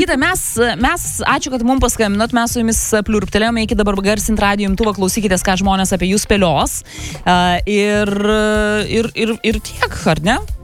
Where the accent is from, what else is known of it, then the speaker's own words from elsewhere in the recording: Klaipėda, Klaipėda County, Lithuania; aš žinokit irgi kaip klaipėdietė visiškai pritariu, kad Vilniuje čia yra lėkimas, o Klaipėdoj toks atsipūtęs visada.